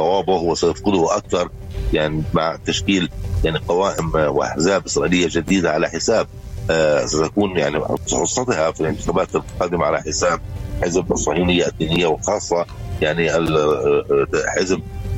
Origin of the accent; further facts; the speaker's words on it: Palestine; علينا أن ندرك كفلسطينيين